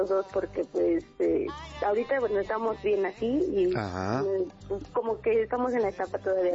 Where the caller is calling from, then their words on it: Chimalhuacán, State of Mexico, Mexico; Desde Chimalhuacán.